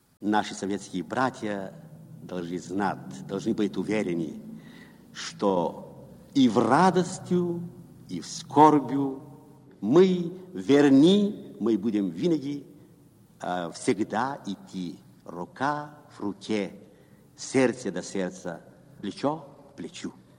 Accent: Sofia, Sofia City, Bulgaria; Russian is a second language; Когда я скажу, что я из Софии, я болгарин

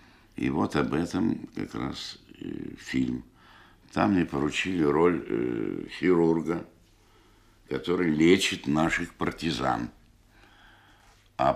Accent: Saint Petersburg, Russia; Я родился в Петербурге, учился в Петрограде, а получил профессию актера в Ленинграде.

